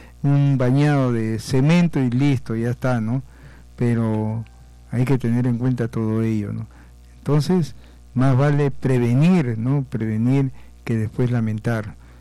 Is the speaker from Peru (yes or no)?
yes; Peru; todos somos peruanos